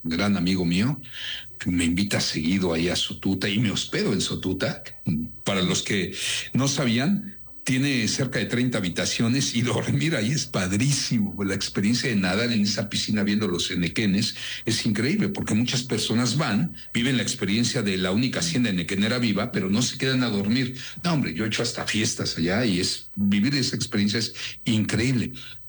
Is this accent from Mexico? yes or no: yes; Mexico; nosotros necesitamos educar a nuestros hijos sin ayudarnos como mexicanos